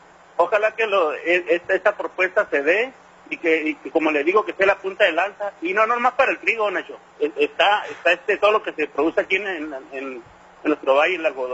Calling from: Mexico; Yo creo que la presidenta nos representa a nosotros como mexicanos

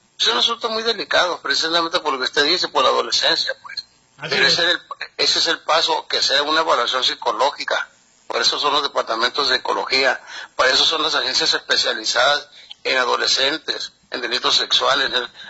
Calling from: Mexico; Qué pena para nosotros como mexicanos

